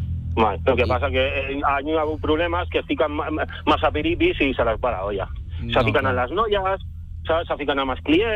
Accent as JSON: {"language": "Catalan", "town": "Cornellà de Llobregat", "region": "Catalonia", "country": "Spain", "said": "Jo d'aquí, de Barcelona, de Cornellà."}